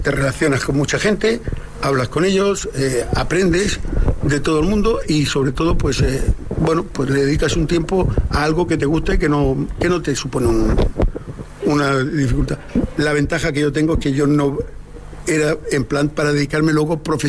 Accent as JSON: {"language": "Spanish", "town": "Calasparra", "region": "Region of Murcia", "country": "Spain", "tie": "born there", "also_born_or_lived": "Barcelona", "said": "yo nací en Barcelona, pero estudié en Calasparra. Me vine a vivir a Calasparra, en Murcia."}